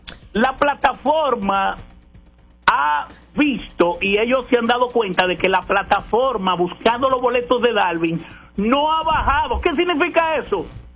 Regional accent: Dominican Republic; yo tengo que decirle que soy dominicano.

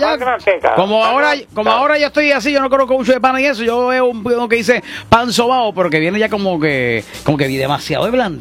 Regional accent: Moca, Puerto Rico; tú vas a mi pueblo en Moca y no encuentras pan de agua.

